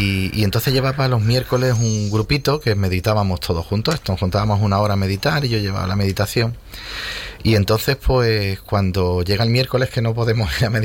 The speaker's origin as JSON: {"language": "Spanish", "area": "Almería", "region": "Andalusia", "country": "Spain", "said": "Para mí no hay tierra, no, mi tierra es el mundo, ¿no? Y no considero que Almería sea más tuya por llamarte Eva o mía por … que de Mustafa o de Fátima"}